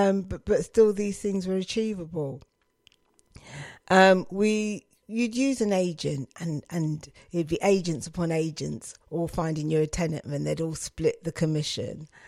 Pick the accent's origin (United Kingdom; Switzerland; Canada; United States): United Kingdom; Luton, East of England; when I grew up in Bedfordshire, where we had an airport, which is now Luton London Airport.